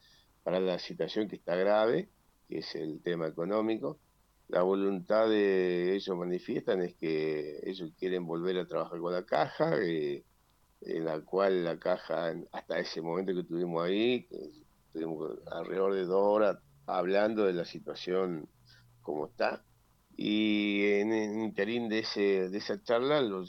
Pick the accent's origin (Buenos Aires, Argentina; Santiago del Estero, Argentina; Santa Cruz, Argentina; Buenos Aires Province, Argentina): Santa Cruz, Argentina; Río Turbio; yo vengo de Turbio, en Turbio teníamos un problema grave, que era medicamento.